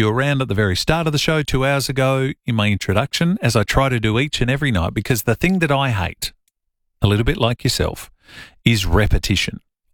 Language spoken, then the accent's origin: English; Millicent, South Australia, Australia; I'll give a quick shameless plug for my hometown. Millicent's got an excellent museum.